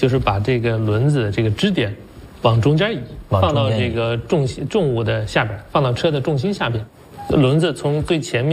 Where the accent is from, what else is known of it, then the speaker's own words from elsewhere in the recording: China; 就是我们中国人这种喜欢探索创新的、就试错的这种精神